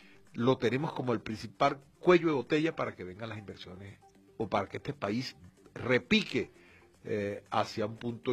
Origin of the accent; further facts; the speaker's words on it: Guayana, Venezuela; Yo que me crié en Guayana, yo puedo hablar con conocimiento de causa.